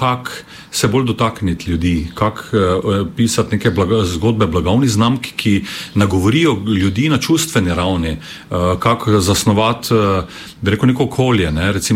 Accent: Styria, Slovenia; born there; na to našo štajersko, bi rekel, pripadnost naši državi

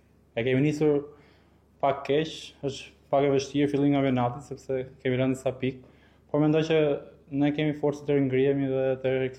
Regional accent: Elbasan, Elbasan County, Albania; moved away as an adult; now in Shkodër, Albania; unë jam nga Elbasani, jam lindur dhe rritur dhe kam dalë të Akademia Elbasanit

